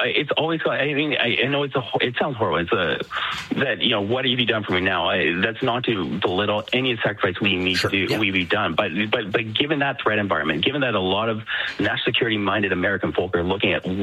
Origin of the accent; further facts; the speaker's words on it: Canada; as a Canadian